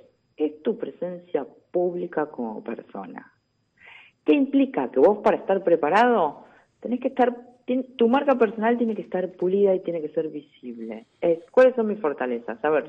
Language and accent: Spanish; Argentina; Nosotros como argentinos sabemos, los que somos más grandes, tenemos una larga historia de reconversiones en la vida.